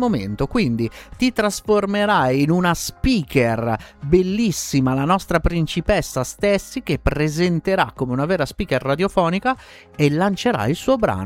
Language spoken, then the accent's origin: Italian; Calabria, Italy; perché anch'io sono terrone come te, quindi io provengo dalla Calabria, pure noi.